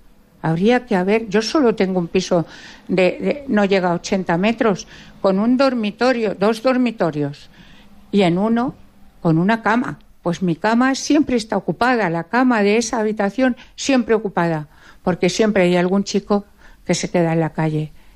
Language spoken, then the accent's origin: Spanish; La Puebla de Almoradiel, Castilla-La Mancha, Spain; born there; now in Madrid, Spain; venir a la Puebla, donde yo tengo una casa... Yo nací en la Puebla de Almoradiel.